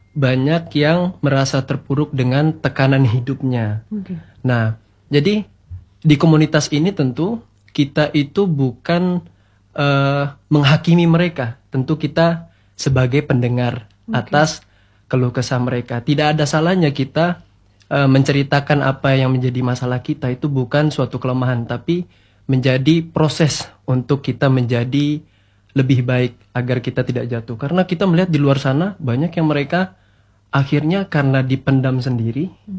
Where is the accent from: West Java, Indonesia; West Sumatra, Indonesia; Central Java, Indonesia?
West Sumatra, Indonesia; now in Sumba, Indonesia; Asli saya dari Sumatera Barat.